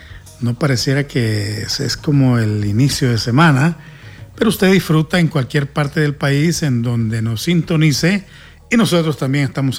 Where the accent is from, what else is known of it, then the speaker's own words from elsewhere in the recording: Valle, Honduras; born there; ¿Y los que nacimos en Valle entonces no?